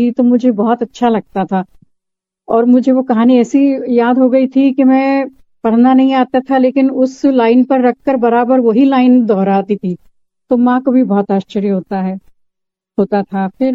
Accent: Bhopal, Madhya Pradesh, India; moved away; मैं भोपाल से हूँ और गृहिणी हूँ

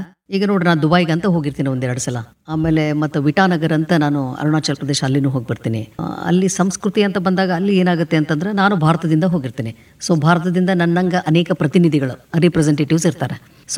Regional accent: Shiggaon, Karnataka, India; born or raised there

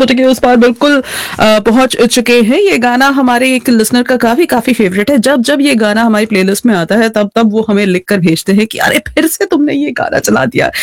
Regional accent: Varanasi, Uttar Pradesh, India; And she is like बनारसिया। यदि मैं बनारस से हूँ, एंड जब जब ये गाना सुनती हूँ

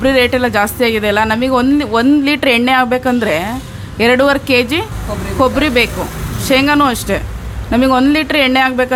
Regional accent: Tarikere, Karnataka, India; born there; ನಾನು ಹುಟ್ಟಿದ್ದು ತರೀಕೆರೆ ಎಂಬ ಹಾಸ್ಪಿಟಲ್ ಅಲ್ಲಿ ಹುಟ್ಟಿದ್ದು.

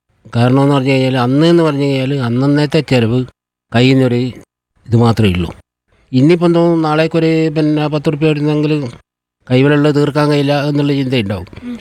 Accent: Thillankeri, Kerala, India; Thillankeri.

